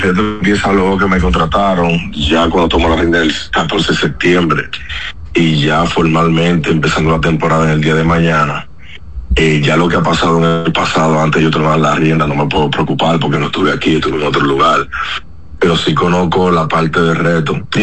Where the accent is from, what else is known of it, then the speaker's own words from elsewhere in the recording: La Romana, Dominican Republic; also born or lived in San Pedro de Macorís; nací aquí, nunca he vivido en San Pedro, vivo toda mi vida en La Romana.